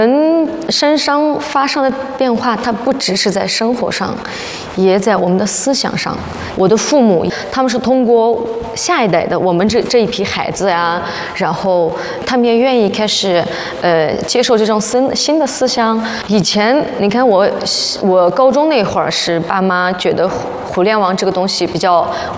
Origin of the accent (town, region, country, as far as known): Xinjiang, China